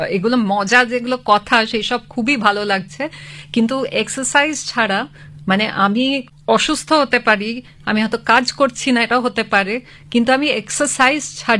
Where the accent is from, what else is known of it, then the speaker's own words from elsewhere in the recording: Kolkata, West Bengal, India; born there; যদি বাঙালি আনার কথা আমি বলি, তো আমি প্রচন্ড ভাবে বাঙালি, কারণ আমি অ্যাকচুয়ালি তো এখানেই জন্মেছি কলকাতাতে।